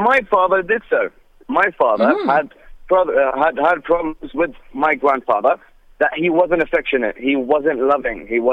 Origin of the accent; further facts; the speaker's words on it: Baghdad, Baghdad Governorate, Iraq; now in United States; I'm from Iraq, Baghdad. I live in the United